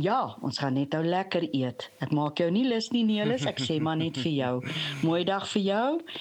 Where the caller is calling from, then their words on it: Jeffreys Bay, Eastern Cape, South Africa; Dinsdag vlieg ek terug na my ou dorpie Jeffreys Bay.